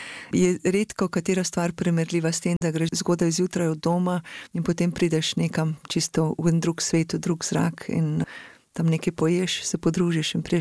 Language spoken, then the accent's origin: Slovenian; Lesce, Upper Carniola, Slovenia; jaz sem doma iz Lesc na Gorenjskem, kjer kraljuje nad vasjo stol in tudi cele karavanke zelo zaznamujejo te kraje in za mene je ta pogled bil vedno pogled na dom.